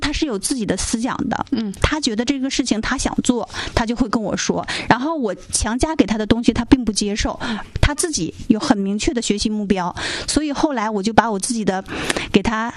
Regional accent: China

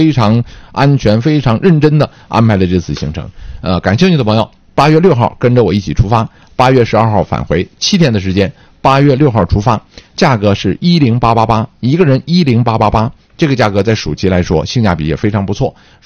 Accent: Yushu, Jilin, China; now in Changchun, China; 然后收到了一条我老家榆树大厅旁边的一个摄录的提醒。

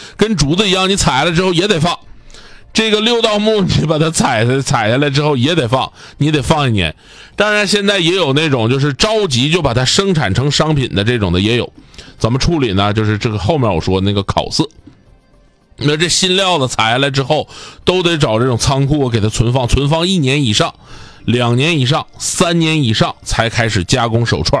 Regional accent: Northeast China, China; 我们东北话讲叫 K 呀

